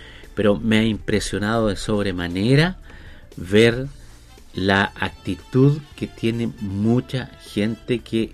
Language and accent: Spanish; Chile; la mentalidad que tenemos nosotros como chilenos